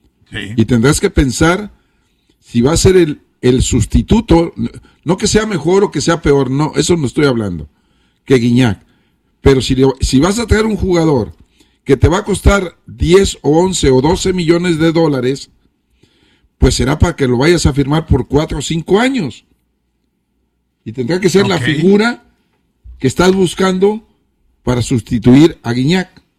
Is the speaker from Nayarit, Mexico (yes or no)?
yes; Nayarit, Mexico; No soy huichol, yo soy Cora.